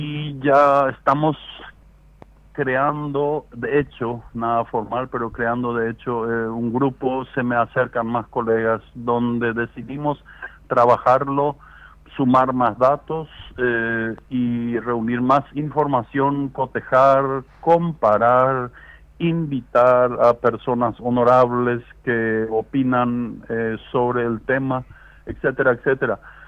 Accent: Paraguay

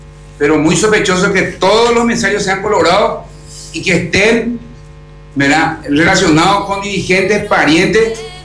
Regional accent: Luque, Central, Paraguay; Somos paraguayos, somos luqueños

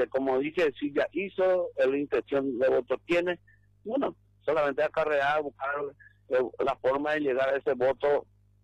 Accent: Paraguay

